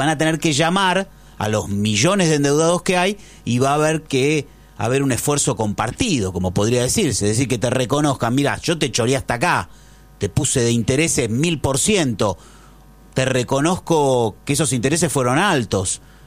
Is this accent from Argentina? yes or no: yes; Argentina